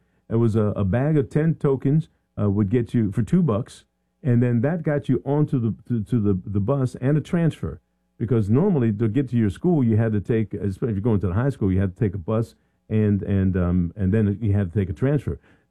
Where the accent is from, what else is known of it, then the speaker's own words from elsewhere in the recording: Philadelphia, Pennsylvania, United States; I'm from Philadelphia.